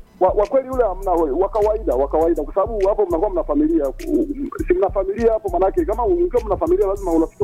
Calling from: Tanzania; nipo eneo la Magulilo huko.

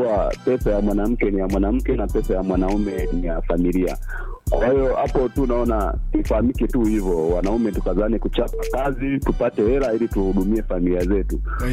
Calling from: Ilula, Iringa, Tanzania; Natokea pande za Ilula.

